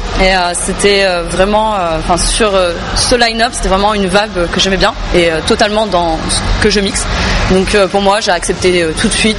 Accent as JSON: {"language": "French", "town": "Lille", "region": "Hauts-de-France", "country": "France", "said": "Donc j'ai un petit label de musique lillois, parce que je suis lilloise, qui s'appelle En Last Records."}